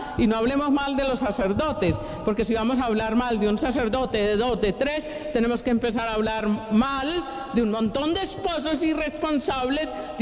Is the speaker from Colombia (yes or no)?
yes; Antioquia, Colombia; Somos todos antioqueños en la mayoría